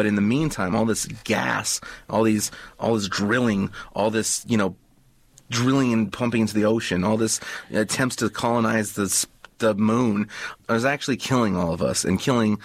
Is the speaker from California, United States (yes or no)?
yes; Los Angeles, California, United States; Well, growing up in El Sereno, it was a very beautiful thing. It's a very wonderful, great neighborhood, very vibrant.